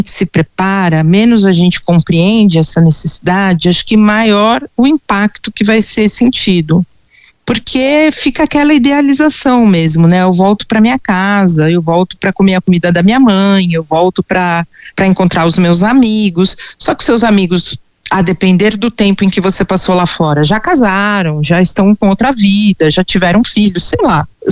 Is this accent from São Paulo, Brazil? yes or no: yes; São Paulo, Brazil